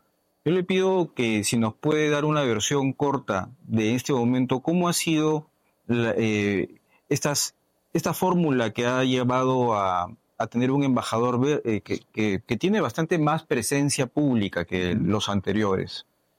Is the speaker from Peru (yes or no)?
yes; Peru